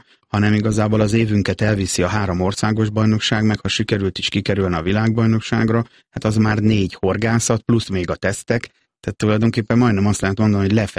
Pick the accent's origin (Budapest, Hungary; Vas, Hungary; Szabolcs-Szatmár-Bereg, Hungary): Szabolcs-Szatmár-Bereg, Hungary; Nyíregyháza; ott ugye nyíregyháziként Tiszalökre sokat jártunk ki